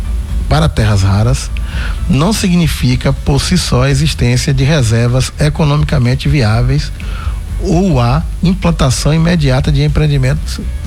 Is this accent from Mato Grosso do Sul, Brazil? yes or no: no; Jequié, Bahia, Brazil; nós de Jiquiense, eu amo essa cidade, amo Jiquié